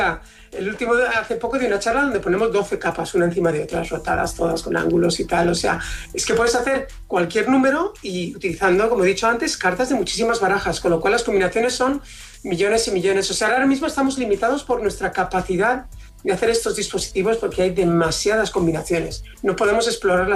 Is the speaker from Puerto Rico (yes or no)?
no; Valencian Community, Spain; como buen valenciano nos tenemos que corregir y puntualizar mucho. No, no, mi paella es una paella valenciana